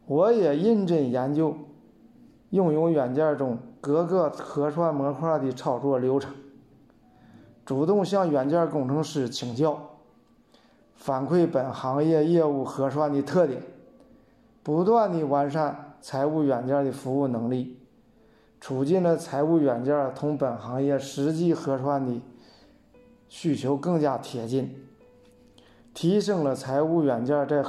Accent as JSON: {"language": "Chinese", "region": "Liaoning", "country": "China", "tie": "born or raised there", "said": "我出生在辽宁，我的根就在辽宁。"}